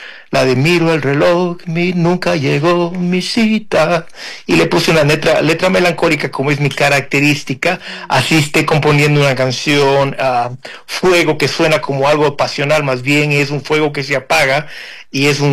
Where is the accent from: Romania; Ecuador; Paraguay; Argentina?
Ecuador; me vayan ya identificando como artista ecuatoriano